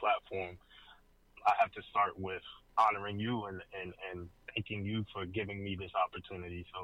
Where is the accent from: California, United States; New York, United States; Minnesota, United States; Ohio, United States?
New York, United States; Brooklyn; So I am originally from Brooklyn. Son of preachers, grandson of preachers.